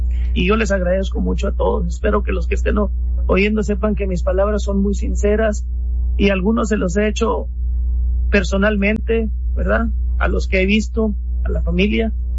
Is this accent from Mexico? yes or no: yes; Santa María, Mexico; nosotros somos del ejido de Santa María, vino una cuadrilla de la comunidad grande